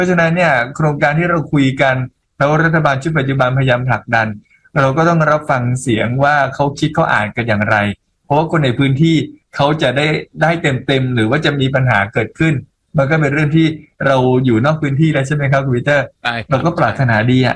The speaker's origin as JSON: {"language": "Thai", "region": "Bangkok", "country": "Thailand", "tie": "born or raised there", "also_born_or_lived": "southern Thailand (possibly Hat Yai)", "said": "แต่ว่ามาโตที่กรุงเทพอ่ะแล้วก็ยังเฝ้าติดตามความคืบหน้าของบ้านเกิดอยู่ครับ"}